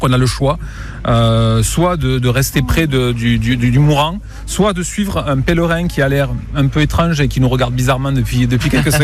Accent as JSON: {"language": "French", "town": "Toulouse", "region": "Occitanie", "country": "France", "tie": "born or raised there", "said": "je suis Toulousain de naissance, Toulousain de cœur, Toulousain pour toujours. Donc moi, j'ai vécu à Toulouse"}